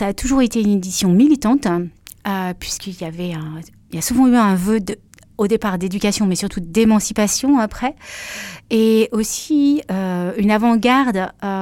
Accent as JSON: {"language": "French", "town": "Grenoble", "region": "Auvergne-Rhône-Alpes", "country": "France", "also_born_or_lived": "Paris"}